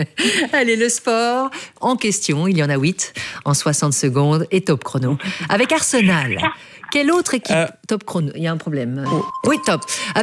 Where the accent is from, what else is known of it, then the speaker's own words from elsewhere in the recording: Belgium; C'est vrai qu'on est belge, mais on le sent de moins en moins.